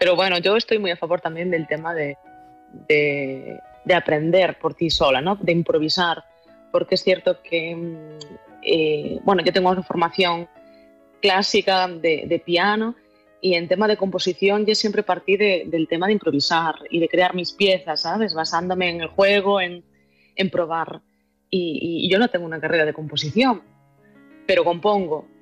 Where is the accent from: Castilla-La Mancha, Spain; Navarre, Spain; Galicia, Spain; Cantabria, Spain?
Galicia, Spain